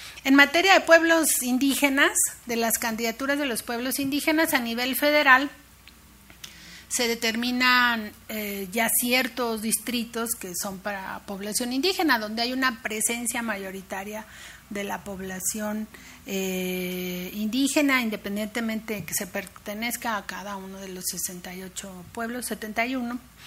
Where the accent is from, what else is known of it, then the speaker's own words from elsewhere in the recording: Mexico; una de las mayores enseñanzas de nuestros pueblos originarios hacia nosotros como mexicanos y mexicanas.